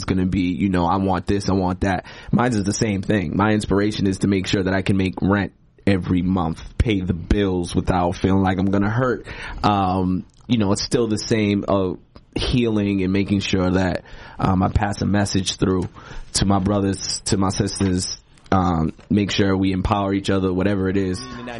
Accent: Boston, Massachusetts, United States; So I'm born and raised in Roxbury, right there near, in between Dudley and Ruggles, right there in Madison.

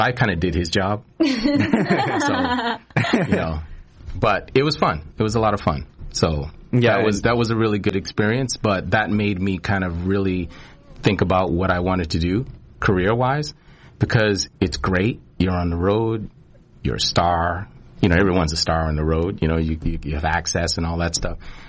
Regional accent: Boston, Massachusetts, United States; I grew up in Boston, in Dorchester.

